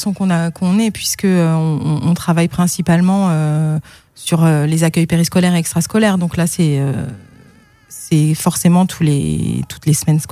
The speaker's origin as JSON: {"language": "French", "town": "Rennes", "region": "Brittany", "country": "France", "said": "Moi, je suis rennaise, je suis implantée à Rennes"}